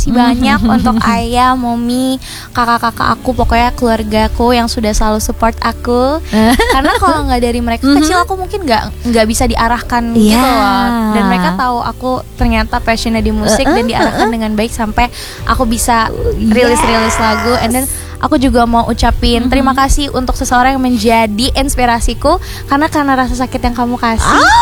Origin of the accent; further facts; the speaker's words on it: Purwokerto, Central Java, Indonesia; accent: ngapak; also born or lived in Tegal; now in Tangerang, Indonesia; karena aku orang Purwokerto.